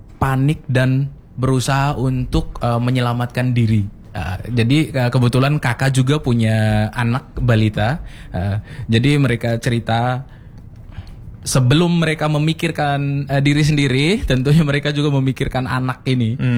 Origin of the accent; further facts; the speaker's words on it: East Nusa Tenggara, Indonesia; born there; moved away; Kalau untuk kampungku sendiri, Kelurahan Tanah Rata, Kecamatan Kota Komba, kita posisinya lumayan jauh dari bibir pantai. Jaraknya kurang lebih belasan meter, mungkin 11 sampai 12 meter seperti kilometer